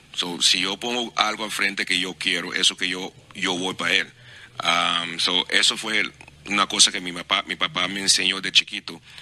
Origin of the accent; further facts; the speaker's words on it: Curaçao; born there; Spanish is a second language; moved away; mi mamá es venezolana, crió en Venezuela, mudó a Curazao. Mi papá de Aruba, mudó de Aruba para Curazao y ahí yo nací.